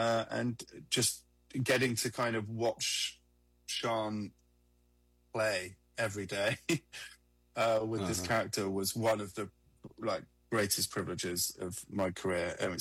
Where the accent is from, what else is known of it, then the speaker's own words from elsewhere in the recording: Bristol, South West England, United Kingdom; So I'm from Bristol, so the southwest coast, and but I came to America a lot, actually, as a kid.